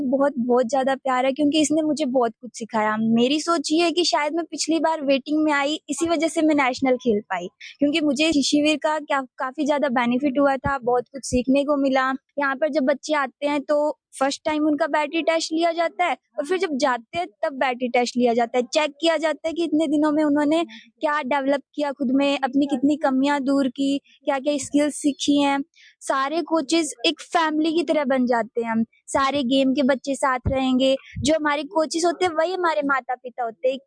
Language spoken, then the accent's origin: Hindi; Sri Ganganagar, Rajasthan, India; मैं श्री गंगानगर राजस्थान से बिलोंग करती हूँ।